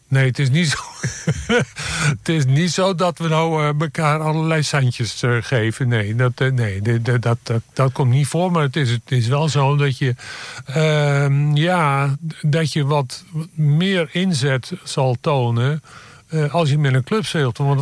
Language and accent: Dutch; Rijnsburg, South Holland, Netherlands; Bijvoorbeeld Rijnsburg. Oorspronkelijk kom ik uit Rijnsburg.